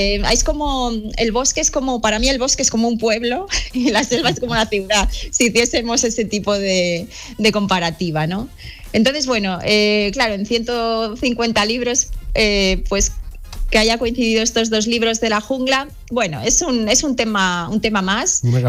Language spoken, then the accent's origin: Spanish; Spain